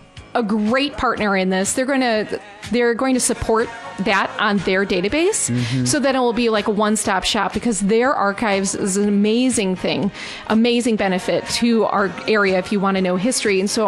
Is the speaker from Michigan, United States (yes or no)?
no; Illinois, United States; I'm from Illinois. My mom is from up here.